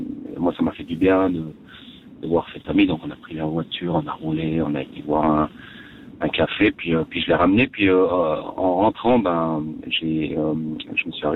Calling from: Sion, Valais, Switzerland; je téléphone de Sion.

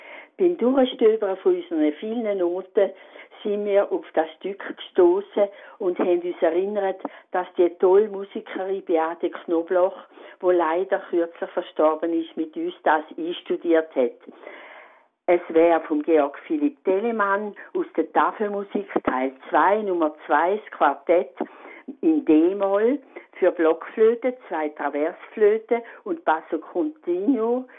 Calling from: Herisau, Appenzell Ausserrhoden, Switzerland; aus Herisau.

